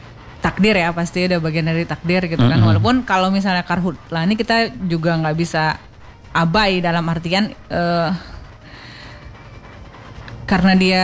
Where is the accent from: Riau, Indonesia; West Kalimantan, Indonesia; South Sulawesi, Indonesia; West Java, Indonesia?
Riau, Indonesia; sebagai warga Riau, juga sebagai ibu yang anak-anaknya mengalami PJJ gitu kan.